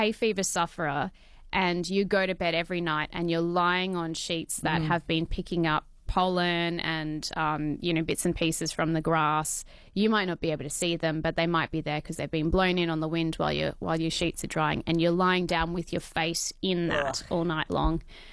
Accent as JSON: {"language": "English", "region": "New South Wales", "country": "Australia", "tie": "born or raised there", "moved": "yes", "lives_now": "Queensland, Australia", "said": "I grew up in New South Wales"}